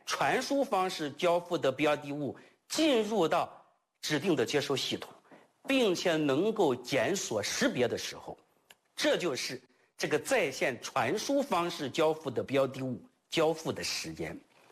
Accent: China; 网络虚拟财产成为了我们中国人今天越来越重要的财产类型

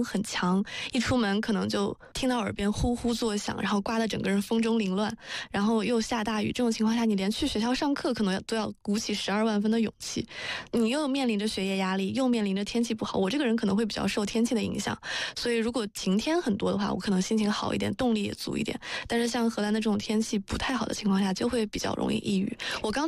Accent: China; moved away

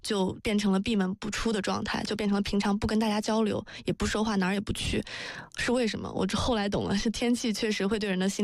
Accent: China; moved away

